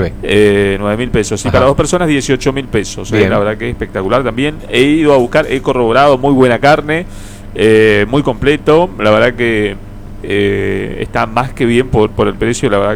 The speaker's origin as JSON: {"language": "Spanish", "town": "Alvear", "country": "Argentina", "tie": "born or raised there", "said": "cuando era chico en Alvear"}